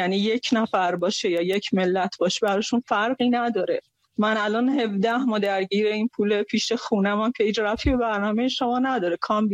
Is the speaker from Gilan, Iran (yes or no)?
no; Khuzestan, Iran